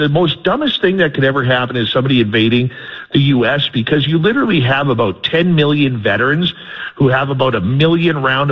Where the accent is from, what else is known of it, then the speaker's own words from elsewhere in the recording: Canada; You'll probably kick my butt, but I'm Canadian, so I'm just going to say sorry.